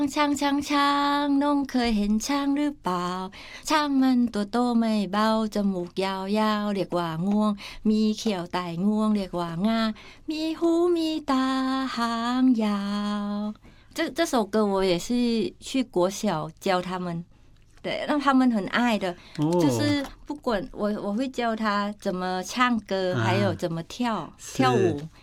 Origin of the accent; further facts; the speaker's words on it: Thailand; now in Taiwan; 我说：“我来自泰国。”对啊，所以我就会说：“我是来自泰国，可是我嫁给台湾人了，我也是台湾人。”